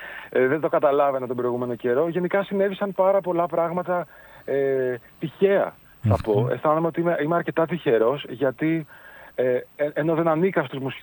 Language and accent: Greek; Athens, Attica, Greece; ως Αθηναίος και έχοντας ζήσει όλη μου τη ζωή σε αυτή τη δύσκολη πόλη